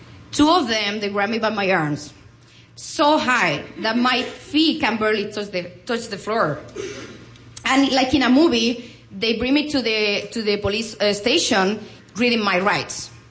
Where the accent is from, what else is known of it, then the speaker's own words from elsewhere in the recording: Spain; English is a second language; I'm from Spain, so I'm going to let you know how the Spaniards are. The Spaniards, we love to get things for free.